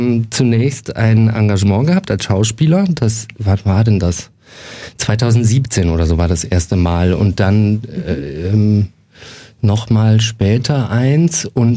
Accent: Nuremberg, Bavaria, Germany; now in Munich, Germany; Und ich als Nürnberger wollte mir mal ein eigenes Bild von der Stadt machen, weil es gibt ja so Vorurteile, ja, in Franken

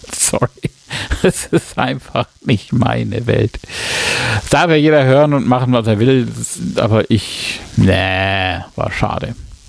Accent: Bavaria, Germany; von mir als Franke

